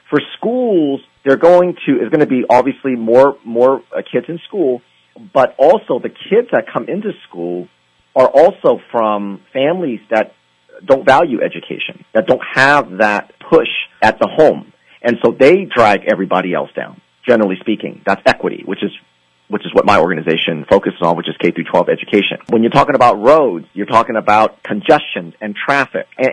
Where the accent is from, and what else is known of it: California, United States